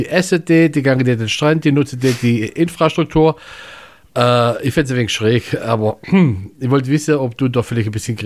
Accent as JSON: {"language": "German", "region": "Baden-Württemberg", "country": "Germany", "said": "Ich bin dein italienischer Schwäbisch."}